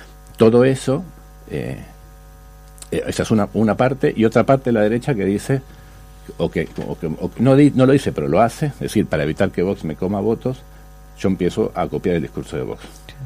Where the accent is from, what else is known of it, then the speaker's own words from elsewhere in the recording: Argentina; porque claro, somos argentinos, a veces me hablan, ¿no?